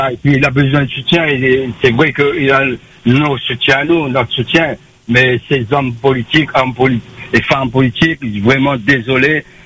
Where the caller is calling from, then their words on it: France; Notre valeur en tant que Français, en tant qu'humain.